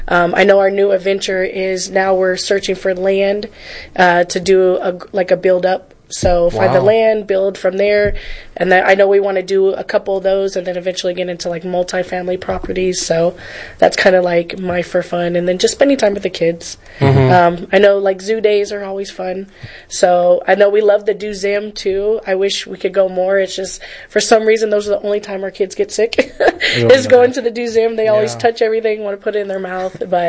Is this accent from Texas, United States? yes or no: no; Tennessee, United States; also born or lived in Fresno, California; Yes. Yeah, and then I grew up, it's funny, I'm from Fresno, but I also grew up in East Tennessee outside of Knoxville and Anderson County, and I grew up climbing up trees and stuff